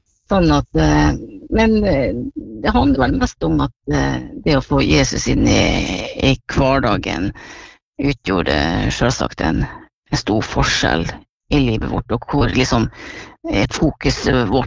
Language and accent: Norwegian; Molde, Møre og Romsdal, Norway; also born or lived in Lyngen, Nord-Troms / Tromsø; Jeg vokste jo første 4 årene i Nord-Troms i Lyngen kommune, før vi som familie flyttet da til Molde der mor med da opprinnelig fra. Så det har vært fine år, både oppe i nord og her i Molde.